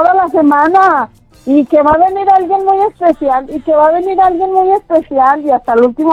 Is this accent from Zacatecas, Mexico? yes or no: yes; Calera, Zacatecas, Mexico; moved away; Soy de Calera.